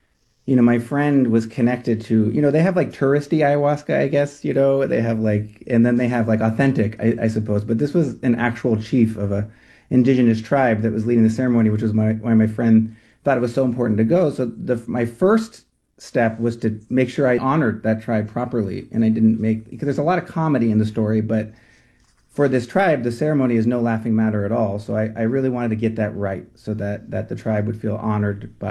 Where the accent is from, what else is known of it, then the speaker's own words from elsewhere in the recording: California, United States; although I grew up in the Bay Area, is not at all my thing or my scene.